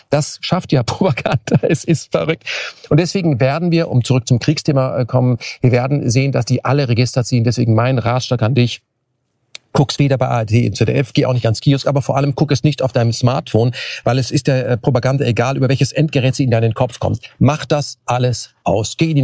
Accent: Germany

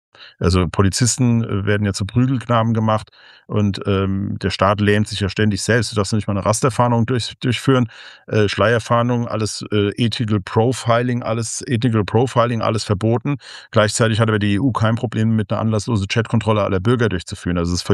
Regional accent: Kaiserslautern, Rhineland-Palatinate, Germany; Achso, das ist Kaiserslautern, wo ich herkomme.

